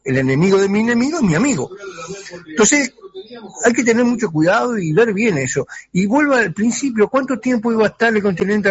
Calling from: Montevideo, Uruguay; de Sayago.

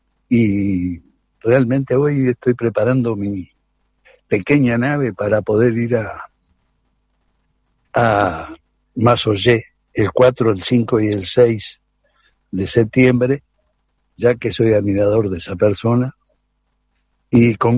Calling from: Nueva Helvecia, Colonia, Uruguay; le estoy hablando de Nueva Albesia, Colonia.

